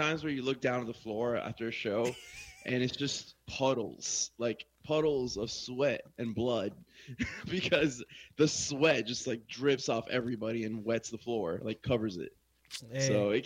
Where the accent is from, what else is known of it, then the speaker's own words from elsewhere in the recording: Miami, Florida, United States; I grew up in Miami.